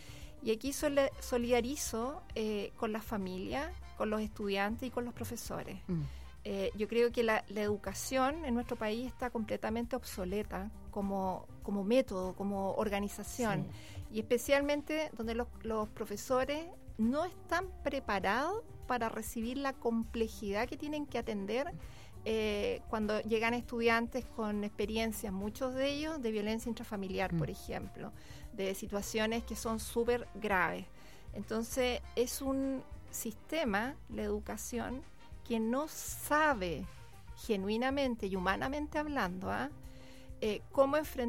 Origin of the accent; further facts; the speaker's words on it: Talagante, Santiago Metropolitan Region, Chile; Vengo de la comuna de Talagante.